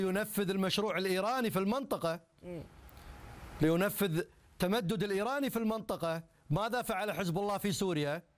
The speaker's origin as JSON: {"language": "Arabic", "country": "Iraq", "said": "لكن للأسف نحن دائما من العراق"}